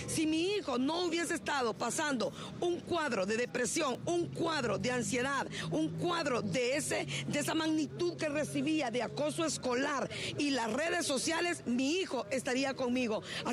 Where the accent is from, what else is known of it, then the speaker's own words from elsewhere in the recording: Honduras; no solo vengo como política, como profesional, como hondureña, vengo también como madre